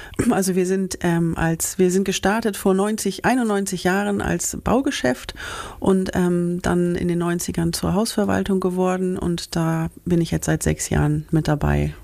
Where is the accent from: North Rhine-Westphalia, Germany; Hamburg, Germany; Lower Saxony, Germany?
Lower Saxony, Germany; Hildesheim; ich bin Baujahr 72 in Hildesheim gebaut sozusagen, geboren und seitdem bin ich auch gar nicht weggegangen.